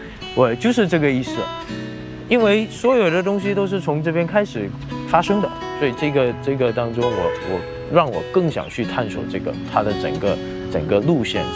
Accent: Malaysia; 马来西亚。

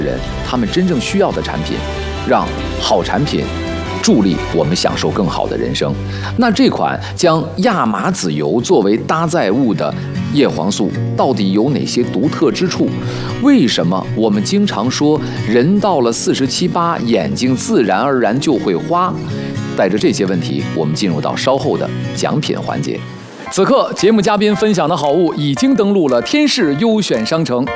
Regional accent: China; 让我们中国人能够对保健品开始有了一个正确的认知

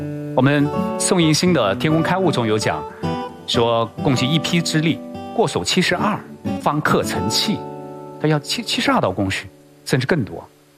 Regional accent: Jingdezhen, Jiangxi, China; 我小时候在这里这个夏天在这里纳凉玩泥巴

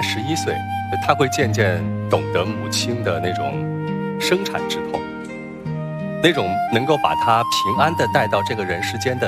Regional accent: Sichuan, China; 我们四川那边叫打三招，

